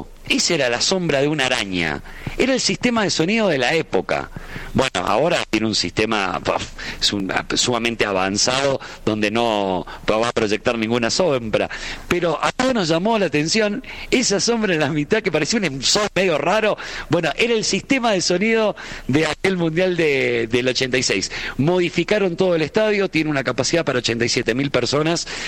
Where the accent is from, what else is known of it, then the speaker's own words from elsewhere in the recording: Argentina; now in Mexico City, Mexico; de mi pueblo, de mi pueblo Boven